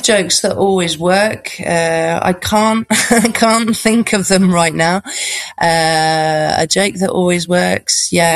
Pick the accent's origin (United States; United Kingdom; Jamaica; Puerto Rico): United Kingdom; like I'm British, obviously it's my culture to like steal other people's culture.